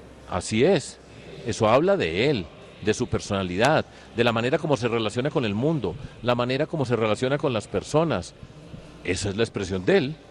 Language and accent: Spanish; Medellín, Antioquia, Colombia; todos los que somos de Medellín